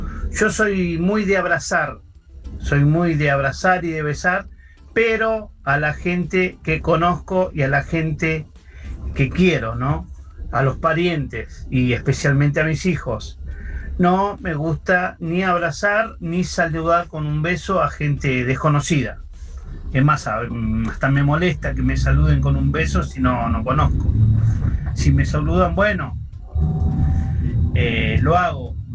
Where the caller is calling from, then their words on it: Bernal, Buenos Aires Province, Argentina; de Bernal.